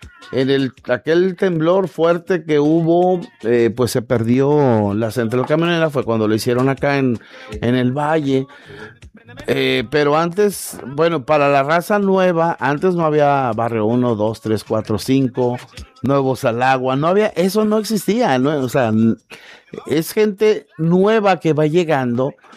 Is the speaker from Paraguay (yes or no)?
no; Manzanillo, Colima, Mexico; Así era Manzanillo. Y éramos felices y no lo sabíamos.